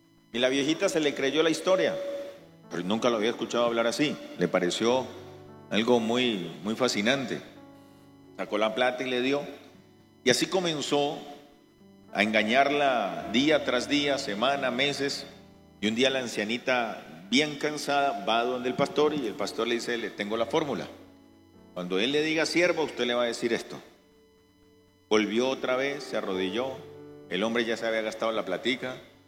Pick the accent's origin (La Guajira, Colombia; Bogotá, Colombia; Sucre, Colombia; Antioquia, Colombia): Bogotá, Colombia; Dentro de los términos que a veces usted nos habrá escuchado a nosotros que venimos por allá de Bogotá, en ocasiones se nos sale el su merced.